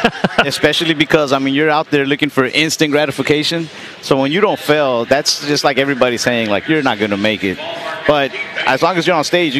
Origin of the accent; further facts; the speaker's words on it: Texas, United States; My next show here in my hometown is on October 3rd at the Texas Trust Theater